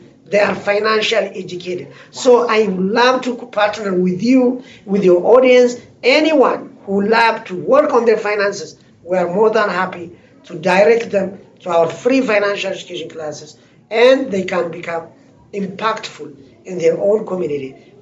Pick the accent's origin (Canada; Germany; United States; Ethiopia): Ethiopia; moved away; Right now, I'm from the Ethiopian community, right?